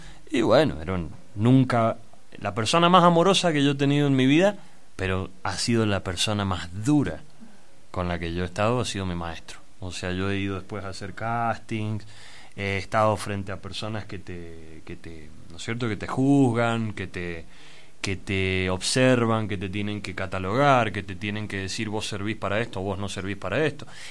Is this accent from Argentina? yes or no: yes; San Martín, Buenos Aires Province, Argentina; Trabajábamos allá en San Martín, yo soy de San Martín.